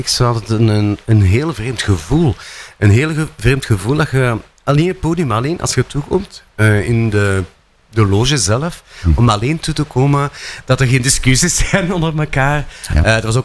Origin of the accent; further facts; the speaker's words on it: Brussels, Brussels-Capital Region, Belgium; accent: Brabant r; Ik kom ook van Brussel trouwens, dan kun je aan mijn re horen.